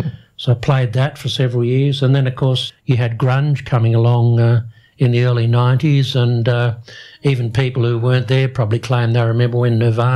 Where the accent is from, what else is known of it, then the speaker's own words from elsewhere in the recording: Perth, Western Australia, Australia; moved away as an adult; also born or lived in Canberra / Ontario / Melbourne; I grew up in Perth and did degrees there, and then I did a small slot in Canberra in the public service, as everyone does. Mm-hmm. Then I did another degree in Ontario, then I did a spell in Perth, and then I did a spell in Melbourne